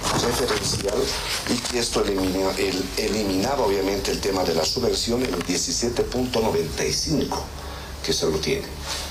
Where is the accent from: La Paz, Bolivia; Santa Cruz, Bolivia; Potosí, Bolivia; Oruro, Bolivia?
La Paz, Bolivia; Carabuco; por el lado de mi pueblo, por decir, por el lado de la provincia de Camacho, tal vez la provincia más suya, pasando a Chacachi, pasando Ancoraimes, llegando a Carabuco, que es el lugar de mi pueblo, de mi comunidad.